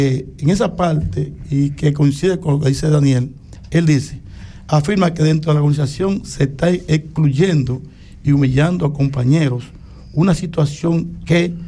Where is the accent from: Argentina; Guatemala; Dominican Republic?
Dominican Republic; Yo me crié en Loblo, en La Salina.